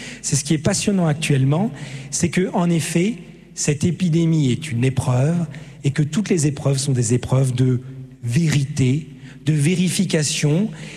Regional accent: Strasbourg, Grand Est, France; je viens de Strasbourg

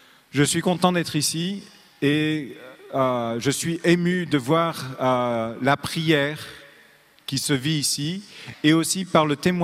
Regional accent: France; moved away; ne vous étonnez pas si vous pouvez bien me comprendre et sans accent, je suis français, je suis un des trois français de la communauté

